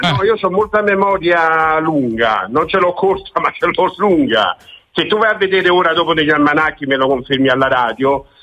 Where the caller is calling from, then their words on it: Florence, Tuscany, Italy; vengo da Firenze